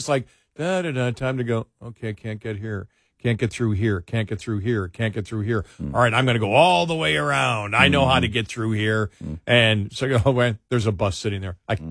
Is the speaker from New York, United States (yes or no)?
yes; New York, United States; And I come from New York, Western New York. And in Western New York, school begins after Labor Day.